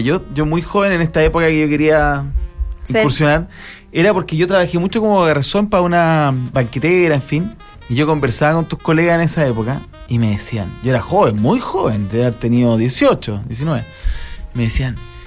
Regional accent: Chile; como el chileno o la chilena somos muy conservadores.

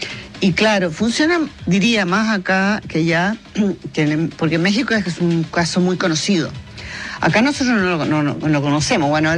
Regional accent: Chile; Y entonces uno, como chileno, no conoce la historia

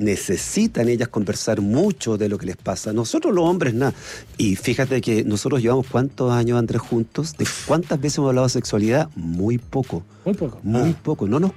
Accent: Chile; Somos todos chilenos.

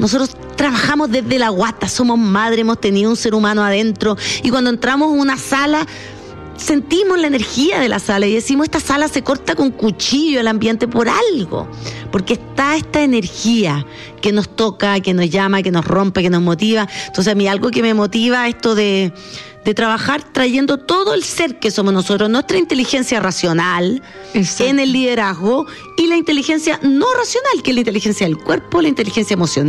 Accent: Chile; moved away as an adult; now in Europe; Nos fuimos a vivir a Europa porque … yo soy croata y alemana, pero fui criada … completamente chilena.

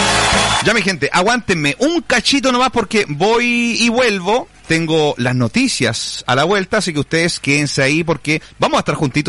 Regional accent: Argentina; Sí, claro, con este tema del Mundial y como argentino.

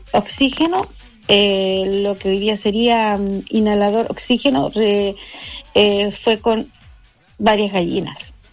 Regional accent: Calbuco, Los Lagos, Chile; Hola, carito … de Calbuco, la señora de Antonio.

